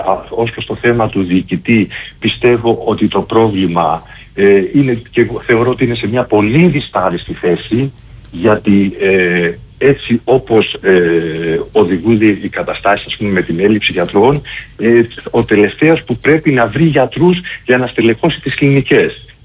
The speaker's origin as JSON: {"language": "Greek", "area": "Zakynthos", "region": "Ionian Islands", "country": "Greece", "tie": "born or raised there", "said": "Επειδή είμαι Ζακυνθινός και έχω μεγαλώσει εδώ πέρα"}